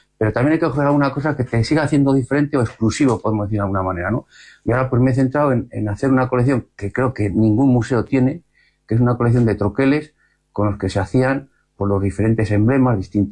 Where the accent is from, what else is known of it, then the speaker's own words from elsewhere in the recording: Alsasua, Navarre, Spain; born there; yo me centraría más de mi niñez en Alsasua